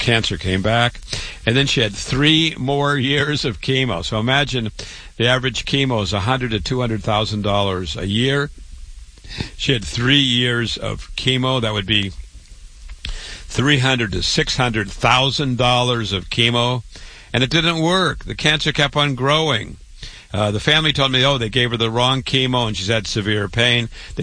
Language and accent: English; Waterloo, Iowa, United States; I was born and raised in Waterloo, Iowa. Thousands of miles from here, I went to public school, went to university, went to medical school